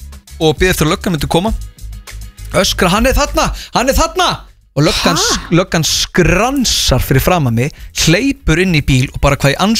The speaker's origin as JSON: {"language": "Icelandic", "town": "Vestmannaeyjar", "region": "Southern Region", "country": "Iceland", "moved": "yes", "said": "ég er frá Vestmannaeyjum, ég nýfluttur upp á land"}